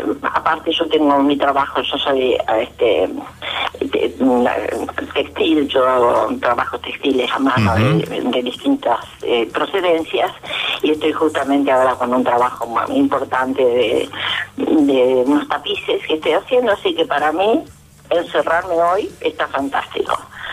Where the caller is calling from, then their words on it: San Lorenzo, Santa Fe, Argentina; de San Lorenzo, como digo siempre.